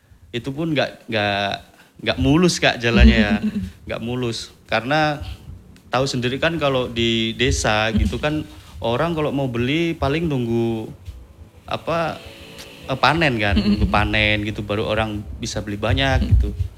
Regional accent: Tuban, East Java, Indonesia; asli dari Merak Urak.

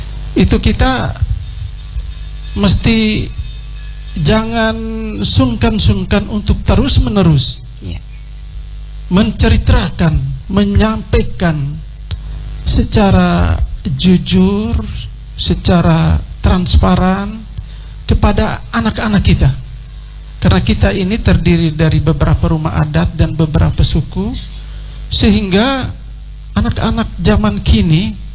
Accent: Wolotopo, East Nusa Tenggara, Indonesia; saya kemana-mana saya bangga saya sebagai orang Wolotopo, walaupun Wolotopo tanah toko, tanah tulang kampung batu, tetapi itulah Wolotopo, punya keunikan.

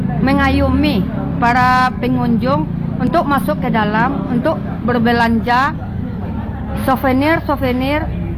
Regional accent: West Sumatra, Indonesia; Yang pertama kita kan orang Minang. Orang Minang itu kan dengan bahasa Bunda Kandung itu harus kita pakai walaupun kata di mana kan.

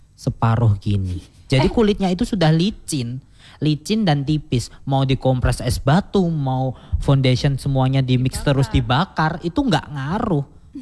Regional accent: Karanganyar, Central Java, Indonesia; kita warga Karanganyar

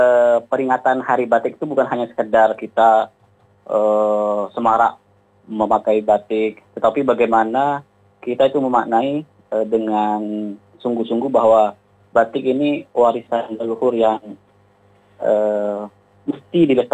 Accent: Pamekasan, East Java, Indonesia; di desa saya, di desa Kelampar

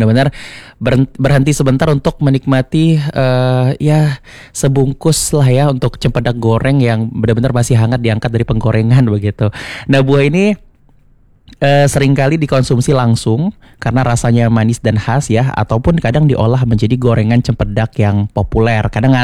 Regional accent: West Kalimantan, Indonesia; dulu waktu kecil lah ya, di daerah saya di Kabupaten Landak itu masih banyak tuh.

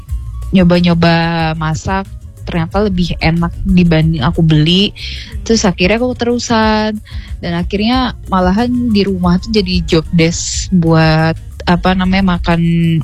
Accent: Lampung, Indonesia; andalan aku sebagai orang Lampung dan Sunda gitu ya.

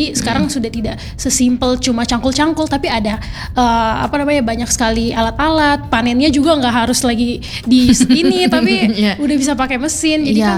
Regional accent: Central Sulawesi, Indonesia; Kebetulan saya orang Kaili ya.

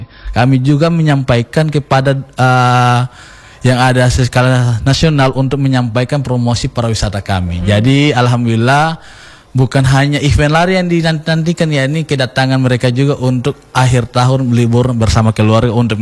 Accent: Gorontalo, Indonesia; saya orang Gorontalo

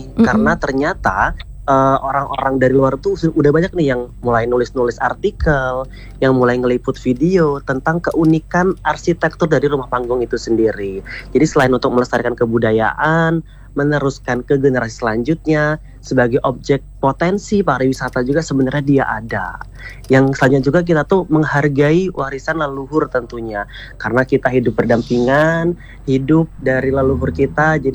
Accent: Lampung, Indonesia; warisan kita, warisan leluhur kita, orang Lampung

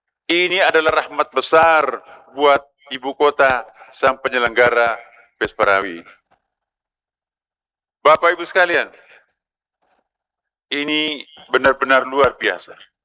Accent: Eastern Indonesia, Indonesia; saya berasal dari Indonesia Timur

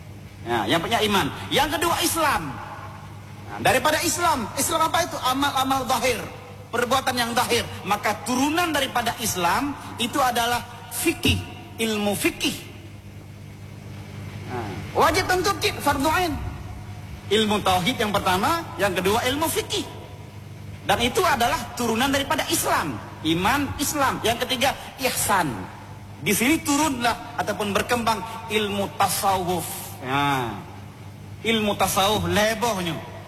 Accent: Aceh, Indonesia; lebih-lebih kita orang Aceh harus mempelajari

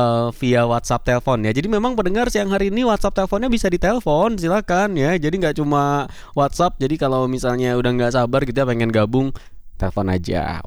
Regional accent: Serang, Banten, Indonesia; Iya, saya orang Serang loh.

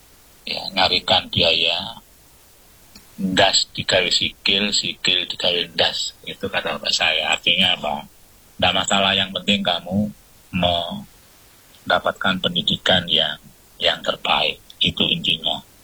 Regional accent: Java, Indonesia; karena saya juga orang Jawa, saya sangat familiar dengan semboyan ini

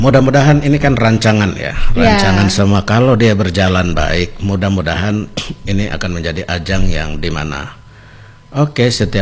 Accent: Wamena, Highland Papua, Indonesia; saya orang Wamena

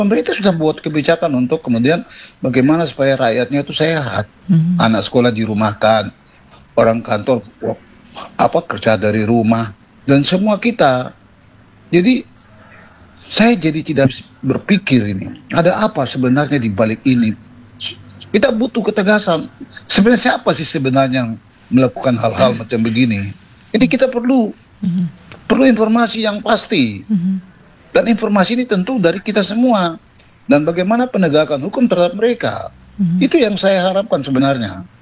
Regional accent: Yogyakarta, Special Region of Yogyakarta, Indonesia; Tempat lain, saya dari kota Yogyakarta, itu tidak ada orang berperilaku bakar rumput di pinggiran-pinggiran kota

